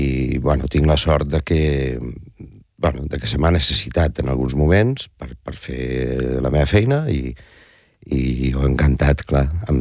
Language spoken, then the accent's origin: Catalan; Alcoy, Valencian Community, Spain; moved away as an adult; also born or lived in Barcelona; per sort anirem a la meva terra, anirem al Coi, que és el meu poble